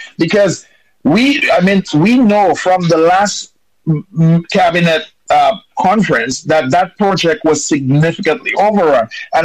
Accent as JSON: {"language": "English", "region": "Saint Joseph", "country": "Dominica", "said": "I'm from St. Joseph myself."}